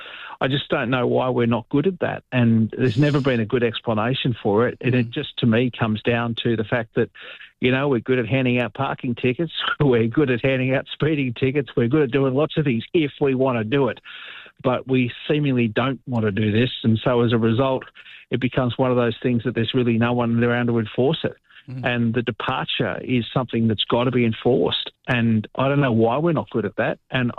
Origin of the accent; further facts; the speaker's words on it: Sydney, New South Wales, Australia; in my area where I grew up around Hornsby in Sydney